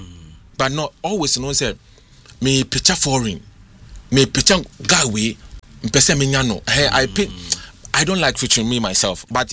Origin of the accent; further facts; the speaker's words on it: Ghana; me say yes, I'm a Ghanaian, proudly one.